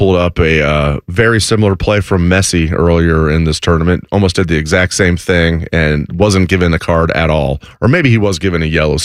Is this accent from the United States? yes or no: yes; United States; as an American fan